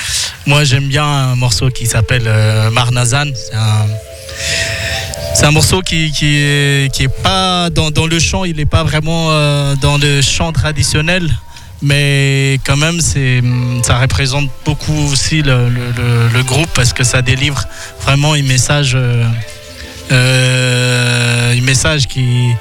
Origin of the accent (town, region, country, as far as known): Madagascar; born or raised there